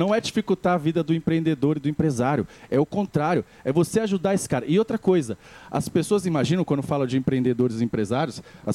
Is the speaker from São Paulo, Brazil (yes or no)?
yes; Itaquera, São Paulo, Brazil; born there; eu nasci em Itaquera e, pô, quem mora em Itaquera, às vezes, na maioria das vezes, não queria morar num lugar ruim.